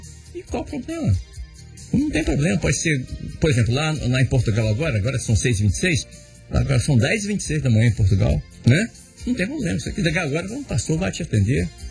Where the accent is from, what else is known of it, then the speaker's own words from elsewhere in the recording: Brazil; Mas somos brasileiros, na verdade